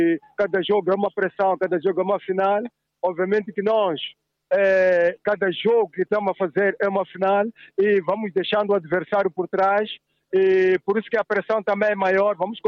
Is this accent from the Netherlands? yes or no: no; Portugal; Eu sou português.